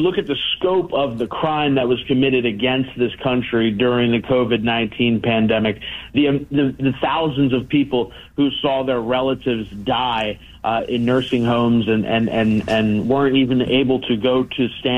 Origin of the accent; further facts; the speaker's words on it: Maryland, United States; My home state of Maryland